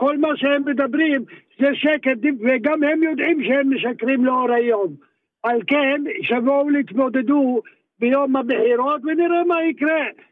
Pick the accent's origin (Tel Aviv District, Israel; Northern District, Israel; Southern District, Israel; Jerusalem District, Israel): Northern District, Israel; Yokneam; born there; also born or lived in Sanaa, Yemen (born) / Tzemach ma'abara